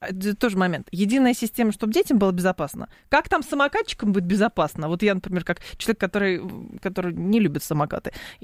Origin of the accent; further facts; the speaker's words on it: Lyubertsy, Moscow Oblast, Russia; Я из Люберец